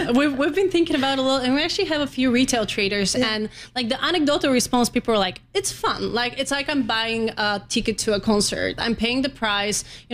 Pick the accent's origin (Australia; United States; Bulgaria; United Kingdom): Bulgaria; moved away; I'm from Bulgaria